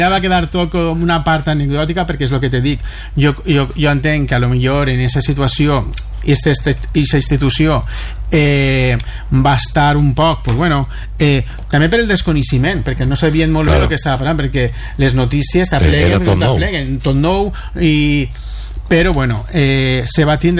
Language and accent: Catalan; Nules, Valencian Community, Spain; conforme som la gent de Nules, voluntariosos, treballadors